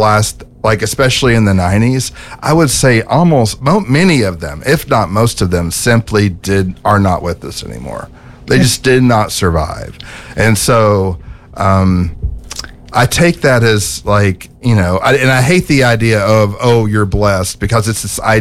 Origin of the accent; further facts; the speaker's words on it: Ireland; And I'm Irish. So every time something bad happens, I assume it'll come in threes.